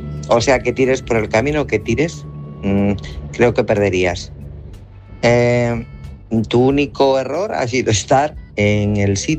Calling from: Guadalajara, Castilla-La Mancha, Spain; de Guadalajara

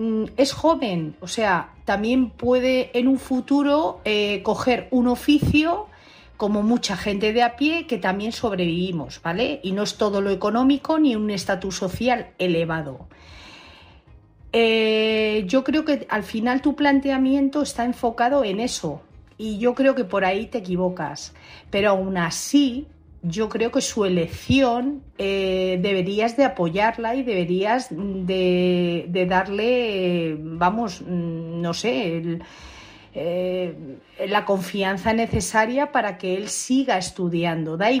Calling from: Madrid, Community of Madrid, Spain; de Madrid.

